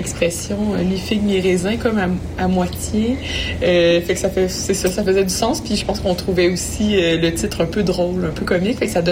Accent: Quebec, Canada; now in Montreal, Canada; maintenant, j'habite à Montréal, mais on est les deux grandis en campagne de Montréal.

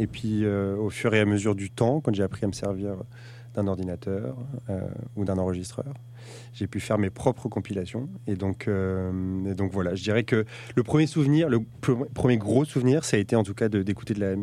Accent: Metz, Grand Est, France; also born or lived in Soissons / Saint-Quentin; Dans le nord de la France. Et ensuite, j'ai bougé à Metz. Et c'est là où j'ai fait mon enfance et mon adolescence.

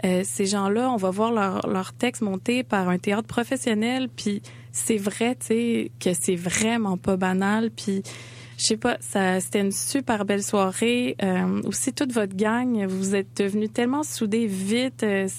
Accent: Sorel, Quebec, Canada; Moi, en plus, je viens de Sorel. J'étais allée à la polyvalente Fernand Lefebvre à Sorel.

